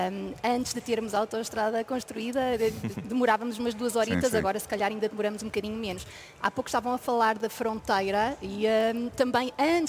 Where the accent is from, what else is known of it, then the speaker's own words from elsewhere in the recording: Viseu, Portugal; Sou de Viseu, muito sim.